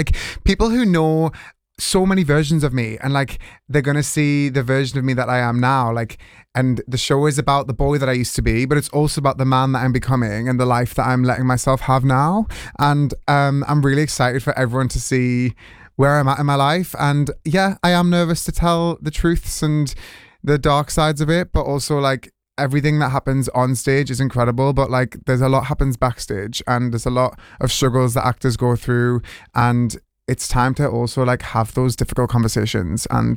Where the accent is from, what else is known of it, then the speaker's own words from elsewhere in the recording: South Shields, North East England, United Kingdom; moved away; come home and, like, tell my story to my hometown